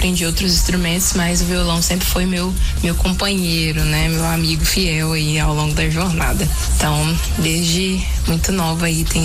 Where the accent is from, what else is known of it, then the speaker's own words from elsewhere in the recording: Belo Horizonte, Minas Gerais, Brazil; moved away as an adult; now in Breves, Brazil; Eu sou de BH, morava em BH até então